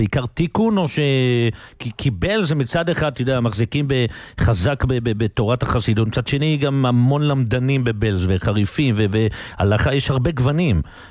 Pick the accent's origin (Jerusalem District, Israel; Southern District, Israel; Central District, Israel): Jerusalem District, Israel; אני הרי גדלתי בקריאת בלז, נולדתי בקריאת בלז, אני בלזר בסוף